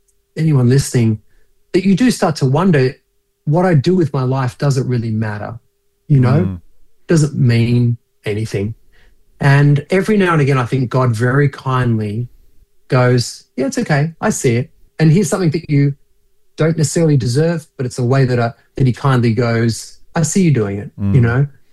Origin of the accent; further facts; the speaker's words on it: Australia; my song is getting played in Australia, my home country that I love, Aussie Christian radio that I love.